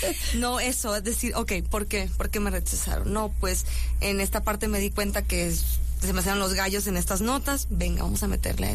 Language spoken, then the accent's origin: Spanish; Ciudad Obregón, Sonora, Mexico; moved away; ¿Desde Obregón, Sonora? ¿Desde mi rancho?